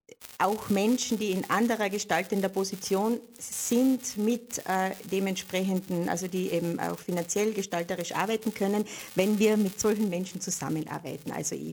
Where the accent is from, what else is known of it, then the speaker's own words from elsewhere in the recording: Carinthia, Austria; moved away as an adult; also born or lived in England / Vienna; jetzt hält mich in Kärnten eigentlich nichts mehr.